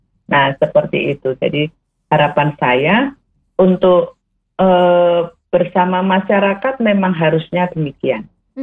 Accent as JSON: {"language": "Indonesian", "region": "Central Java", "country": "Indonesia", "said": "di Jawa Tengah kita kan punya pantai utara, pantai selatan."}